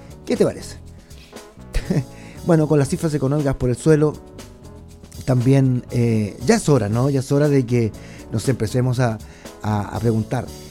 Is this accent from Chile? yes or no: yes; Chile; esta celebración tan desmesurada que nos caracteriza como chilenos y chilenas